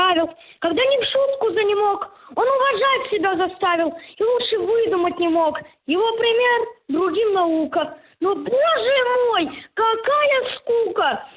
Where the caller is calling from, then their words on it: Zagoryansky, Moscow Oblast, Russia; Я звоню из Загорянки.